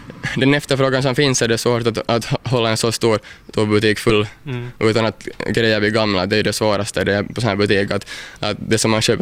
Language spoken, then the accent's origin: Swedish; Pargas, Southwest Finland, Finland; Jag är nog hemma från Mielisholm och min farfar är faktiskt hemma här från Kirjais också. Så att jag är nog hela min släkt härifrån regionen, när regionen och Pargas.